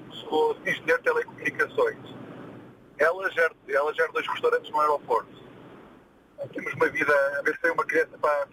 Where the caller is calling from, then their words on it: Sintra, Lisbon, Portugal; Rio de Moura, na linha de Sintra.